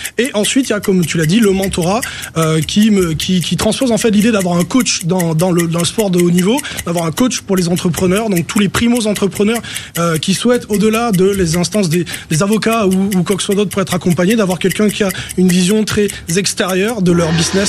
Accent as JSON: {"language": "French", "country": "France"}